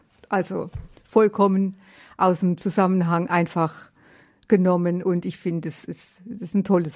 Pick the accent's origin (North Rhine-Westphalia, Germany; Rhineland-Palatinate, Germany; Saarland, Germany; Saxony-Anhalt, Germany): Rhineland-Palatinate, Germany; Ein bisschen was Pfälzisches. Ich bin ja auch Pfälzerin.